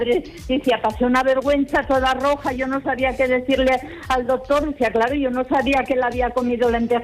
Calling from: Gijón, Asturias, Spain; yo vivo en Gijón, estamos saturados de gente

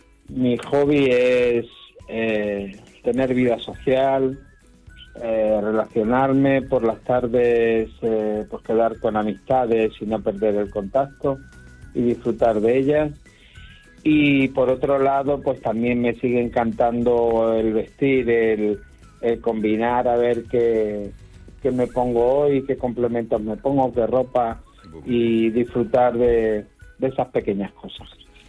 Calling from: Tenerife, Canary Islands, Spain; de Tenerife. Deciros que con 61 años que voy a cumplir pronto

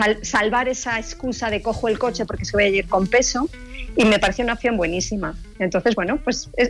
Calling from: Madrid, Community of Madrid, Spain; yo vivo en Madrid.

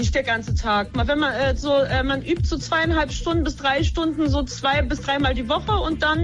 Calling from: Berlin, Germany; ich bin aus Berlin.

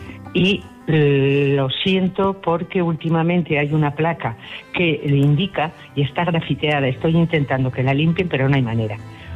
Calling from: Madrid, Community of Madrid, Spain; Yo les hablo desde Madrid, del barrio de Hortaleza

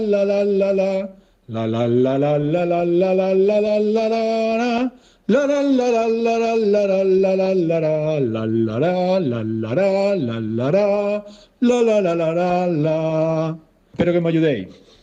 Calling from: Seville, Andalusia, Spain; Hola amigos … de Sevilla.

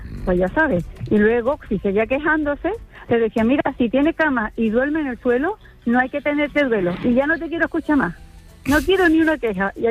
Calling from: Andalusia, Spain; Mira, aquí en Lizona, ¿no?, en la zona de Cádiz

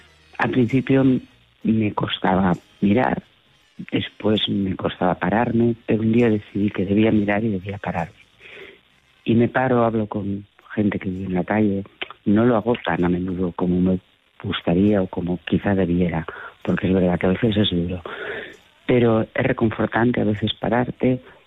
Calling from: Barcelona, Catalonia, Spain; de Barcelona y llamo porque acabo de oír a Isabel hablar del tema de la gente en la calle

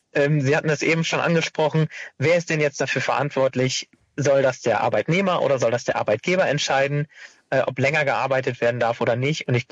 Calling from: Bad Laer, Lower Saxony, Germany

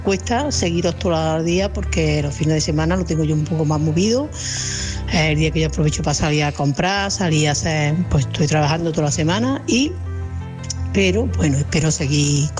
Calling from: Andalusia, Spain; desde aquí, desde la Subbética

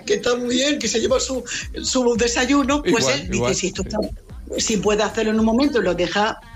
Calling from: Region of Murcia, Spain; somos de Murcia

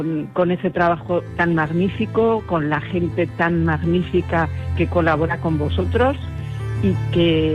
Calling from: Valencia, Valencian Community, Spain; de Valencia.

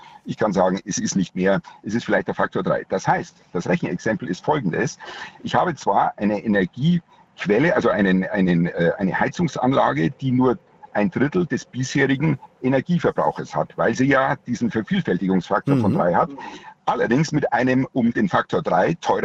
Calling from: Munich, Bavaria, Germany; ich bin selbst aus München

